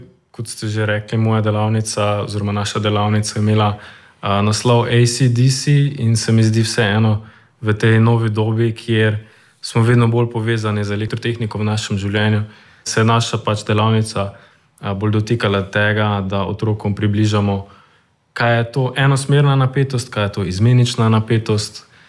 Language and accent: Slovenian; Radenci, Pomurska, Slovenia; moved away as an adult; also born or lived in Maribor; now in Ljubljana, Slovenia; Jaz sem sicer iz vzhodnih krajev Slovenije, sem iz Radencev, tako da v srednjo šolo sem hodil v Maribor, v srednjo elektroračunalniško šolo Maribor.